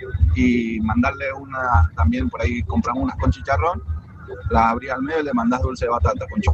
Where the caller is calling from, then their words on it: Lavalle, Argentina; de acá de La Valle